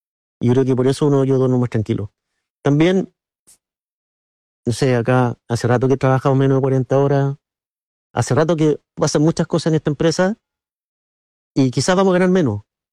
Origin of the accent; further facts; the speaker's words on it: Chile; antes de entrar a CEAPI yo miraba a Argentina quizás y después me miraba al ombligo nomás como buen chileno, que el resto no existían